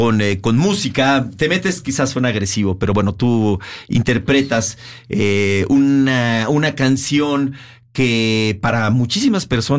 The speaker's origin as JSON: {"language": "Spanish", "country": "Mexico", "said": "Todos somos parte, los mexicanos"}